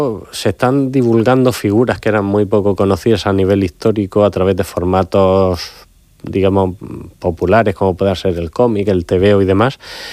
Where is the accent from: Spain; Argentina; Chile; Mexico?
Spain; Region of Murcia; nuestra obligación como murcianos